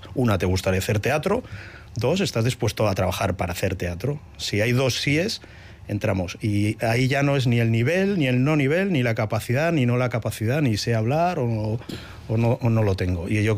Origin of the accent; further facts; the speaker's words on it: Pasaia, Basque Country, Spain; now in Irun, Spain; yo soy de Pasaya, pero llevo viviendo en Irún media vida